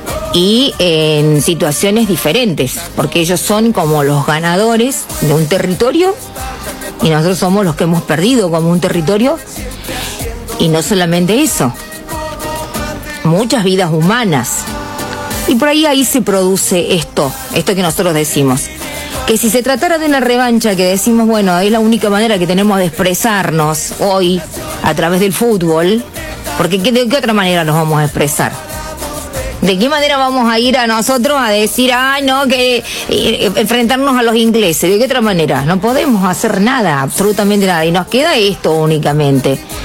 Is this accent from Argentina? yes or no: yes; Argentina; Somos solamente los argentinos.